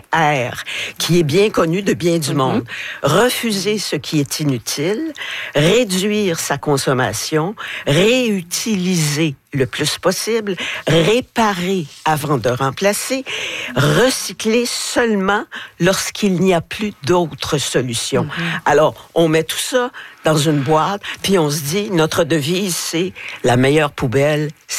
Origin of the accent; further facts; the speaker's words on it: France; Ben, je suis français